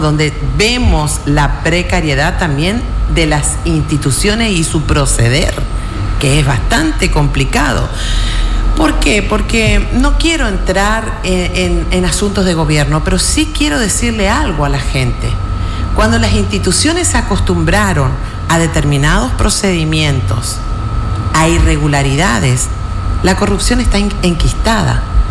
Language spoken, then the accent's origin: Spanish; Chaco, Argentina; Yo que vengo del Impenetrable